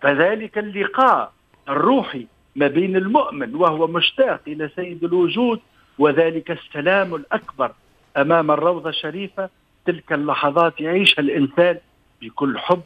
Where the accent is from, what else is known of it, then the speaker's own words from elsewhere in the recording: Tunisia; أحفظ بلادنا تونس